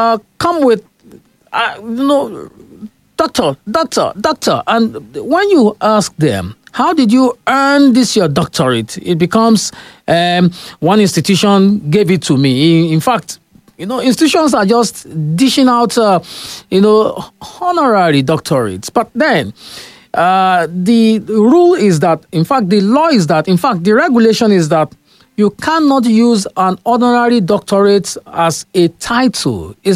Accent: Nigeria; as a Nigerian

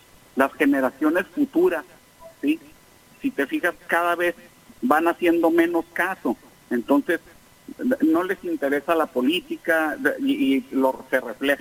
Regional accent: Tijuana, Baja California, Mexico; Yo soy de aquí de Tijuana, pero mi papá, en paz descanse, era de Michoacán, y mi madre, en paz descanse, de La Barca, Jalisco, ¿sí? Y ellos, pues, se vinieron en aquellos ayeres con la ilusión de irse a Estados Unidos

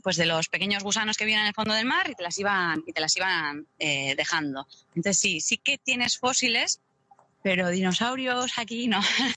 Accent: Deba, Basque Country, Spain; born there

